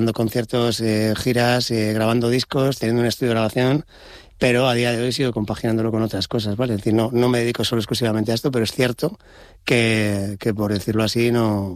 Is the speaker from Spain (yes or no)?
yes; Santander, Cantabria, Spain; born there; yo nací en Santander, efectivamente en Cantabria.